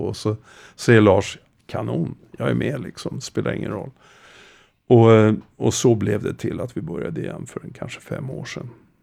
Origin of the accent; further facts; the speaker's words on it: Oslo, Norway; Han kom från Stockholm, jag kom från Oslo. Vi bodde på samma hotell och i stort sett checkade in samtidigt.